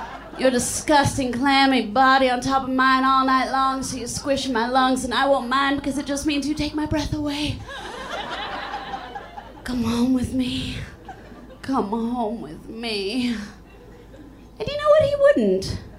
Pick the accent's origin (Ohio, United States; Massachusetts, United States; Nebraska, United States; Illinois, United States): Illinois, United States; Chicago